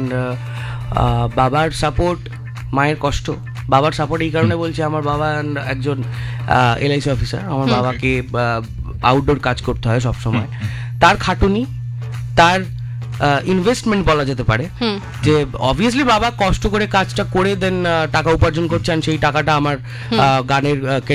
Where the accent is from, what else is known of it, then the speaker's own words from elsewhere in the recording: Andul, West Bengal, India; আমার বাড়ি আন্দুল, আন্দুল থেকে আমি বেহালায় যেতাম